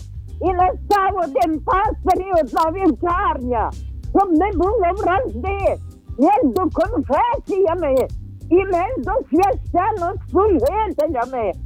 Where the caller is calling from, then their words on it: Vinnytsia, Vinnytsia Oblast, Ukraine; Я з Вінниці.